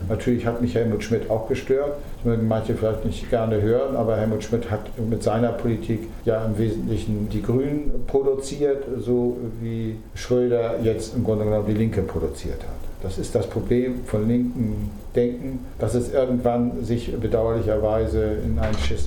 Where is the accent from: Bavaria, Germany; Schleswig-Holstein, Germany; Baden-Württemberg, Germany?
Schleswig-Holstein, Germany; Lübeck; moved away as an adult; Ich komme ja aus Lübeck